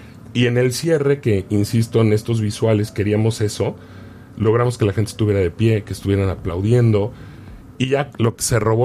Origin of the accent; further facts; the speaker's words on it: Puebla, Mexico; also born or lived in Mexico City; now in Riviera Maya, Mexico; Yo nací en Ciudad de México, crecí en Puebla y llevo 5 años en Riviera Maya siendo base.